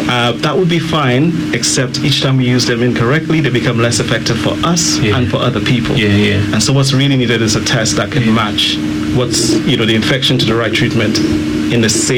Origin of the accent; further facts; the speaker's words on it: St. Lucia; I grew up in Groseley. I went to Groseley preschool, Groseley infant school, Groseley primary school